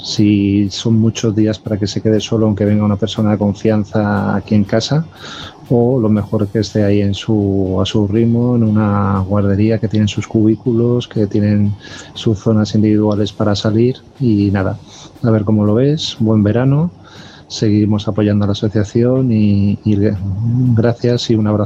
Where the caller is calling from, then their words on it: Palma, Balearic Islands, Spain; Hola Carlos … de Palma de Mallorca.